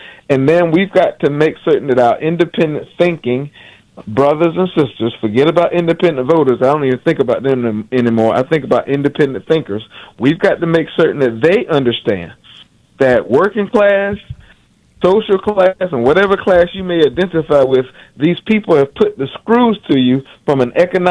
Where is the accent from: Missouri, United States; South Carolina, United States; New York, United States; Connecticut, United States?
South Carolina, United States; and then in my home state of South Carolina.